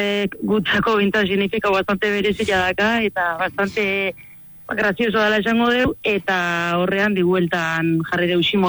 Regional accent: Aia, Basque Country, Spain; aiako auzoa urdaneta. Eta, bueno, anetzako beti izan da, ezagit. Eta hor jaio naiz, hor bizi naiz

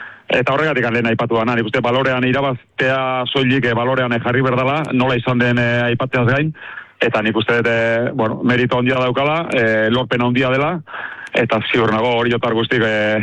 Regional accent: Orio, Basque Country, Spain; born there; oriotar asko ezagutzen ditut, ni ere alaxe naiz, eta beti izan dut, nik bertan jaiotako naiz

